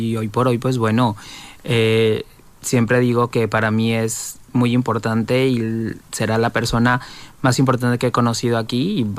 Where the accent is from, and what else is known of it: Mexico; moved away as an adult; now in Spain